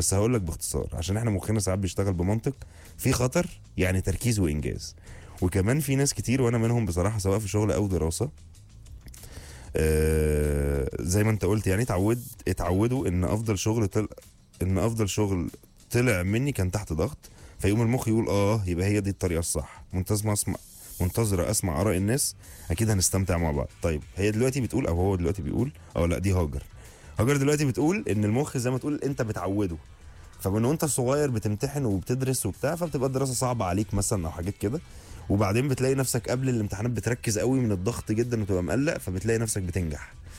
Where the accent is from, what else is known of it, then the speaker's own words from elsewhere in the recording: Egypt; تريزيجيه جاب الجول, فرحت يعني اللي هو كمصري يعني